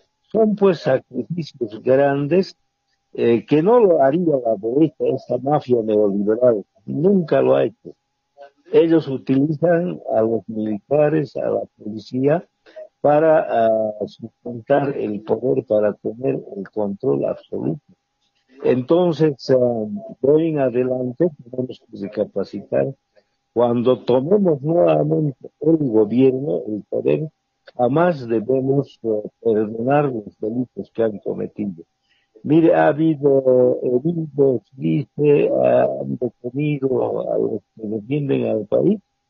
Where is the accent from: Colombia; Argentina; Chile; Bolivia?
Bolivia; nos hacen como bolivianos